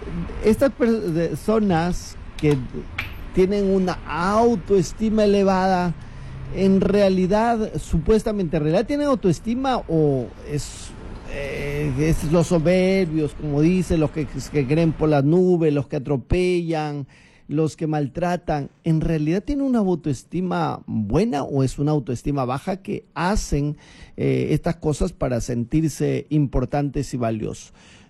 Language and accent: Spanish; Cajamarca, Peru; born there; Cajamarca, mi tierra querida, la tierra donde yo nací, por más lejos que yo me encuentre, jamás te olvidaré.